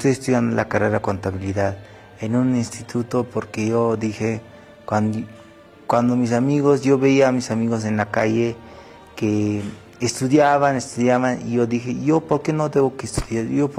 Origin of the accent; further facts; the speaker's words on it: Urubamba, Cusco, Peru; tengo 24 años, soy de aquí de Perú, Cusco, Urubamba.